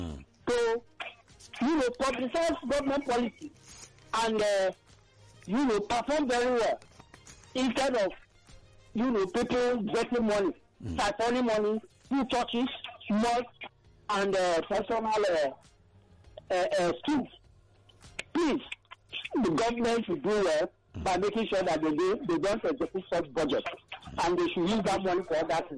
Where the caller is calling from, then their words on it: Abuja, Federal Capital Territory, Nigeria; I'm calling from Abuja, Democracy.